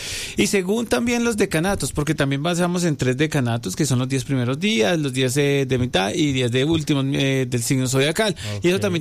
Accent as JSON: {"language": "Spanish", "region": "Basque Country", "country": "Spain", "said": "Una vez que me gusta elaborar, yo soy un vasco, una hormiguita."}